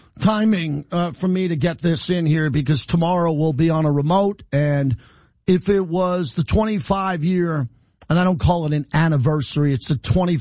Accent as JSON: {"language": "English", "region": "New York", "country": "United States", "said": "I'm a New Yorker."}